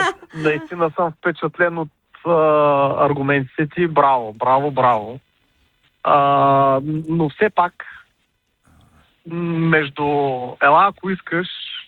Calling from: Varna, Varna Province, Bulgaria; от Варна.

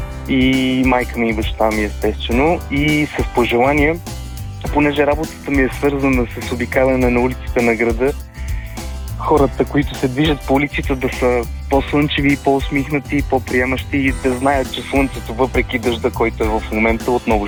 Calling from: Sofia, Sofia City, Bulgaria

